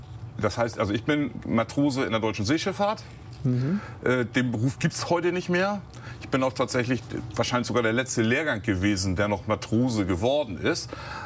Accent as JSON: {"language": "German", "region": "Hamburg", "country": "Germany", "said": "Als Hamburger bin ich zu den Landungsbrücken gefahren und bin dann losmarschiert."}